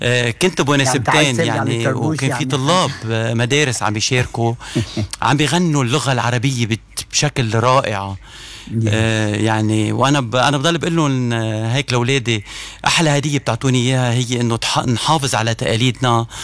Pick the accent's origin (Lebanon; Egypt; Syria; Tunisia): Lebanon; now in Australia; بهالبلد اللي عم نعيش فيه، هوني أستراليا بتجنن، بس هني الأسترالية بحبونا لأنه نحن لبنانية، لأنه نحن بنحكي عربي